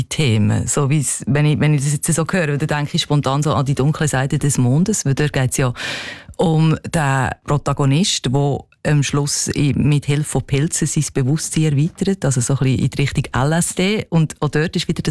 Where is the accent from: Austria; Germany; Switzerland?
Switzerland; dann denke mal als Schweizerin wie ich, also vielleicht ist ja unser Leben doch nicht so bünzli langweilig